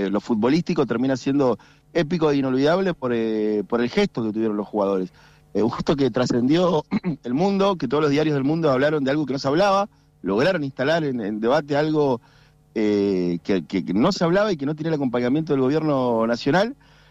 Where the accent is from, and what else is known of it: Argentina